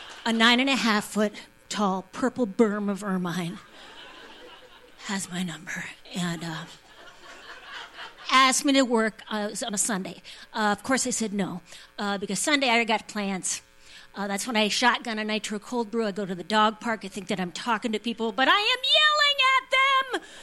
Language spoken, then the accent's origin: English; Duluth, Minnesota, United States; I'm from Duluth. Whoa. Have you guys been to Duluth? All right. No. I love Duluth so much.